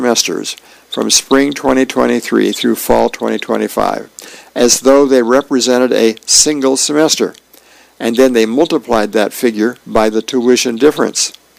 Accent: Arizona, United States; I grew up in Arizona. I attended Arizona schools.

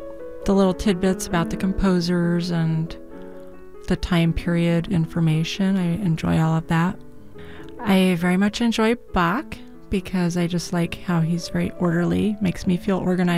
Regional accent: Phoenix, Arizona, United States; from Phoenix, and I love to listen to KBach with my family.

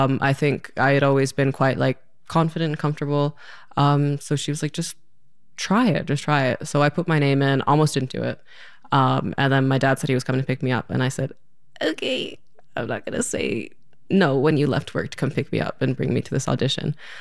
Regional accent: Newfoundland and Labrador, Canada; born there; I was born in Newfoundland.

